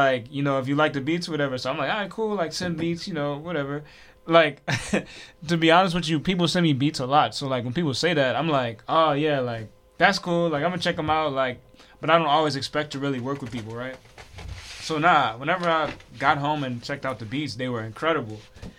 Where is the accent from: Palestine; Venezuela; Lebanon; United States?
Palestine; West Bank; Well, look … I'm from the West Bank.